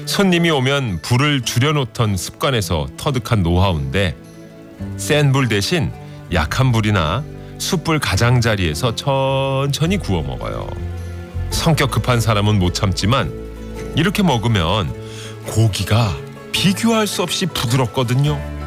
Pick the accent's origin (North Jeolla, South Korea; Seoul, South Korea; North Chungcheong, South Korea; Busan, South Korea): Seoul, South Korea; 제가 태어난 곳은 잠실 아파트 단지가 건너다 보이던 성동구 자양동입니다. 형편이 그리 넉넉지 않아서 어머니가 차려주시는 평범한 밥상을 먹고 자랐죠.